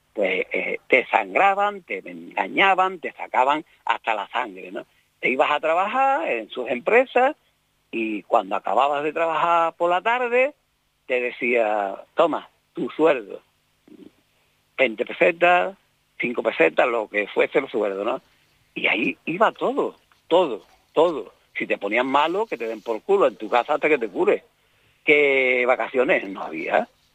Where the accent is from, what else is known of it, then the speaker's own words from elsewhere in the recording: Andalusia, Spain; mi pueblo está separado de Sevilla, unos 8 o 9 kilómetros